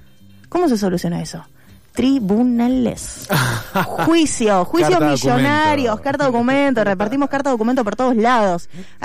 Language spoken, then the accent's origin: Spanish; Argentina; nosotros como ciudadanos argentinos